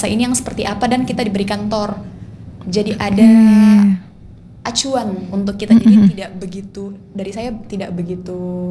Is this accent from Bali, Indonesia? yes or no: no; Central Sulawesi, Indonesia